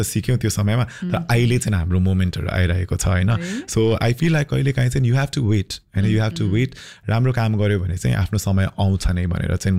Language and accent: Nepali; Taplejung, Koshi Province, Nepal; पूर्वको ताप्लेजुङ चाहिँ अब मेरो गाउँै भयो होइन